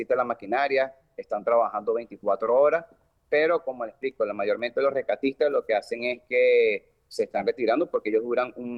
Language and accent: Spanish; La Guaira, Venezuela; estoy aquí dándolo todo por mi pueblo, que es el de la Guaira.